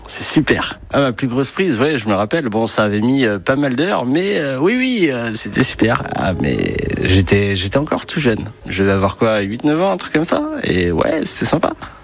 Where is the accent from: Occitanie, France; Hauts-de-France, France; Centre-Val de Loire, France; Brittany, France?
Brittany, France; Rennes; je suis de Rennes